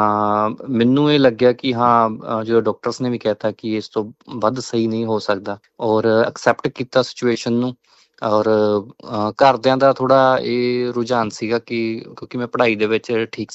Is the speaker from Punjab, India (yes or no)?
no; Haryana, India; ਜੀ ਮੇਰਾ ਪਿੰਡ ਹੈ ਜੀ ਕੈਥਲ ਜ਼ਿਲ੍ਹੇ ਚ, ਗੁੱਲਾ ਚੀਕਾ ਦੇ ਨਜ਼ਦੀਕ।